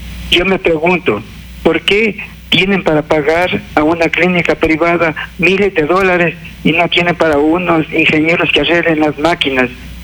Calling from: Ambato, Tungurahua, Ecuador

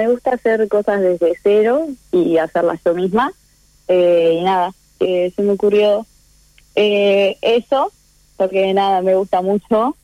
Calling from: Dolores, Soriano, Uruguay; Soy de Dolores, Soriano.

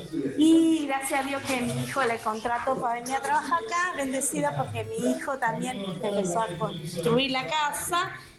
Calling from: Buenos Aires, Argentina; Me rodean vecinos de provincias, yo no soy de provincia.

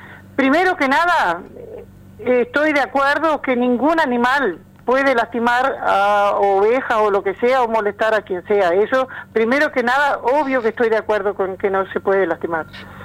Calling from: Melo, Cerro Largo, Uruguay; no vivo allá, vivo en Melo

